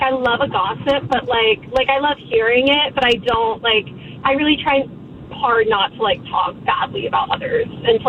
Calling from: Baltimore, Maryland, United States; I'm calling you from Baltimore, Maryland.

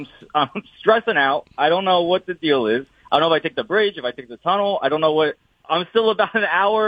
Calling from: United States

